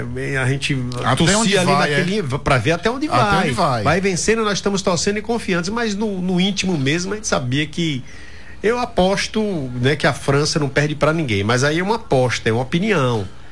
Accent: Brazil; nós somos brasileiros

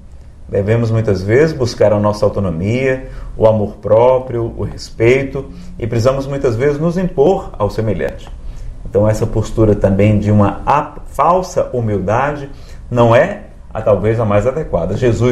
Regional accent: Fortaleza, Ceará, Brazil; moved away as an adult; now in Brasília, Brazil; Eu sou de Fortaleza, 6 anos em Brasília

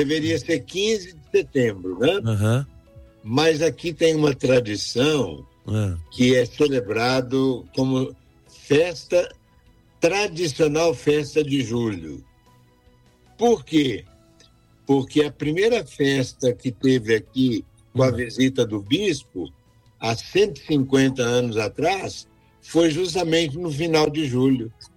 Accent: Minas Gerais, Brazil; Eu sou de Minas, eu sou mineiro.

